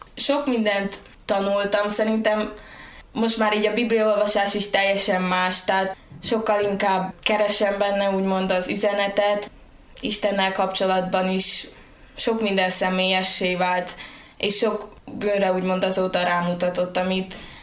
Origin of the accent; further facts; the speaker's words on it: Szilágyballa, Sălaj, Romania; moved away as an adult; now in Cluj-Napoca, Romania; Hát én Szilágyságból származom, Zila mellett egy faluból, Szilágyballáról. Nagy családban születtem, haton vagyunk testvérek, és most elsőéves egyetemista vagyok itt Kolozsváron, az Orvosi Egyetemen.